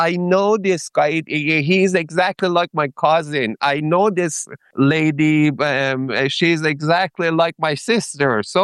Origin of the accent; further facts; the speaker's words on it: Iran; English is a second language; let me talk to this person who is from, I don't know, from the U.S. that is fighting with me that I'm coming from Iran.